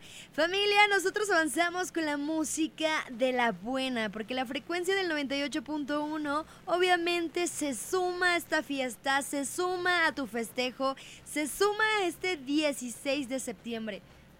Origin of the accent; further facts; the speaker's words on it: Mexico; somos unos mexicanos libres